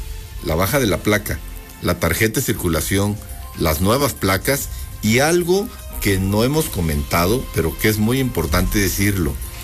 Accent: Mexico; Recuerden que siempre como mexicanos dejamos las cosas al final.

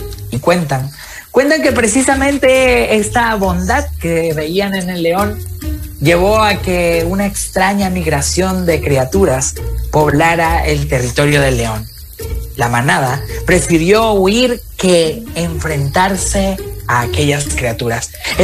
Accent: Venezuela; now in Mexico; aunque soy de Venezuela, vivo en México. Vengo viajando desde hace mucho tiempo

